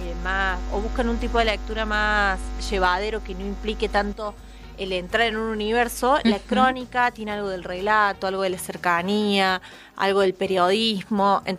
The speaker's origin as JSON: {"language": "Spanish", "town": "Bell Ville", "region": "Córdoba", "country": "Argentina", "tie": "born or raised there", "said": "Es mi tierra."}